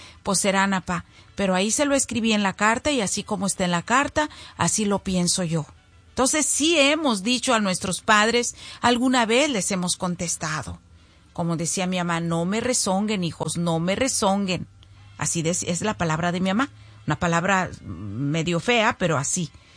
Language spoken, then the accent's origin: Spanish; Zacualco, Jalisco, Mexico